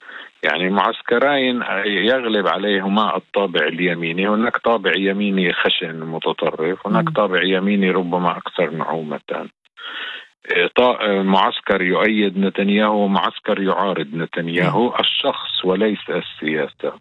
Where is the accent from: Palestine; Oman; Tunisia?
Palestine; يعني طبعا بالتأكيد هذه يعني ربما ترفع كل مستوى التحريض علينا كفلسطينيين إلى مستوى أكثر انحدارا